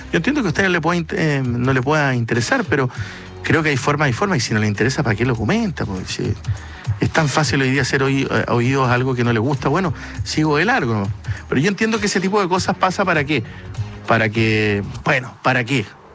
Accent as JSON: {"language": "Spanish", "region": "Magallanes and Chilean Antarctica", "country": "Chile", "said": "soy magallánico"}